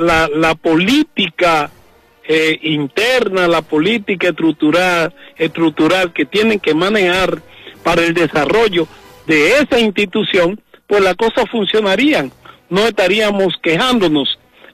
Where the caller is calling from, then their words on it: Dominican Republic; lo que está viviendo la República Dominicana. Si las instituciones en mi país